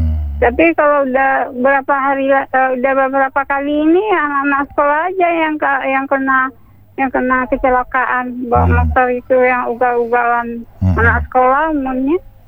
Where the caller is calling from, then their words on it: West Sumatra, Indonesia; Solo Batipuh bawah